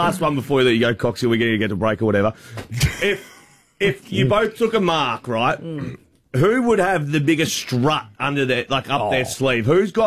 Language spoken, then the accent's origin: English; Lake Tyers Beach, Victoria, Australia; also born or lived in Wagga Wagga, Australia; I was a kid from Lake Tyers Beach with 200 people or Wagga.